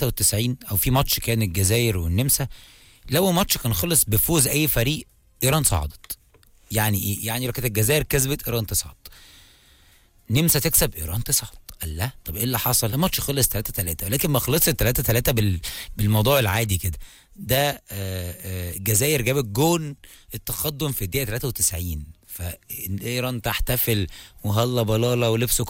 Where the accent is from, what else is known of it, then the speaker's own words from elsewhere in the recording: Egypt; احنا كلنا مصريين